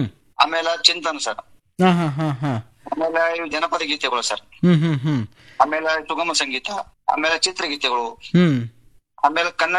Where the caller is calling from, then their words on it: Arjunagi, Karnataka, India; Afzalpur taluk ಅರ್ಜುನಿಗೆ ಕುಗ್ರಾಮ್ sir.